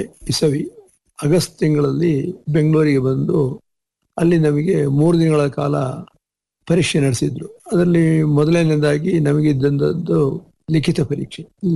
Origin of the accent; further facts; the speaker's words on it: Karnataka, India; ನಮ್ಮ ಜಿಲ್ಲೆಯಿಂದ ಅಥವಾ ನಮ್ಮ ಕರ್ನಾಟಕ ದಕ್ಷಿಣ ಜಿಲ್ಲೆಯಿಂದ ನನ್ನಿಂದ ಒಂದು 2-4 ವರ್ಷ ಹೆಚ್ಚಿನ ವಯಸ್ಸಿನವರು ಸುಮಾರು ಜನ ಭಾರತೀಯ ವಾಯುಸೇನೆಗೆ, ಭಾರತೀಯ ಸೈನ್ಯಕ್ಕೆ ಅಥವಾ ಭಾರತೀಯ ನೌಕಾದಳಕ್ಕೆ ಸೇರಿದವರಿದ್ರು.